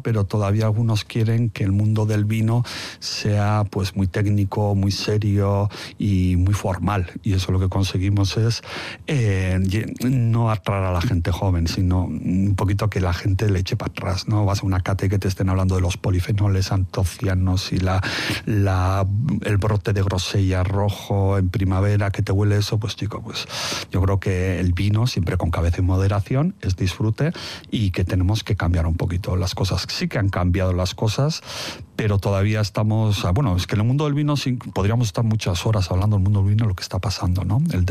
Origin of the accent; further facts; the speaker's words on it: Basque Country, Spain; Me siento euskaldún, amo esta tierra.